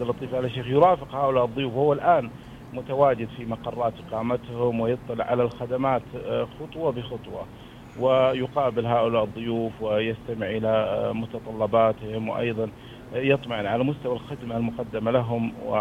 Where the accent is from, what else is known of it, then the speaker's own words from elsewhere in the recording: Saudi Arabia; نحن كمواطنين سعوديين